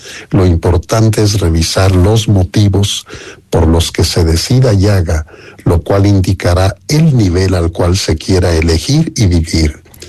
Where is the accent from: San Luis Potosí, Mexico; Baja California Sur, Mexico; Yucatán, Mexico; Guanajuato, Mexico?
Guanajuato, Mexico; Valle de Santiago; also born or lived in Morelia, Michoacán; now in San Cristóbal de las Casas, Mexico; mi pueblo natal, Valle de Santiago, o también tener algún lugar en Morelia, Michoacán, donde me formé y ejercí algunos años el ministerio presbiteral.